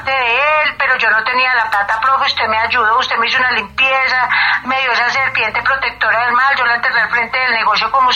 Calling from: Yolombó, Antioquia, Colombia; Los llamando acá desde la Floresta Yolombó.

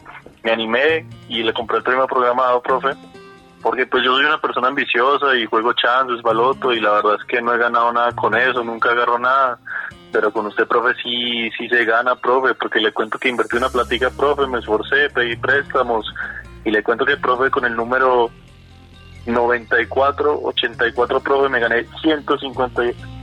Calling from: Cisneros, Antioquia, Colombia; yo lo llamo desde aquí, es de Cisneros, Antioquia.

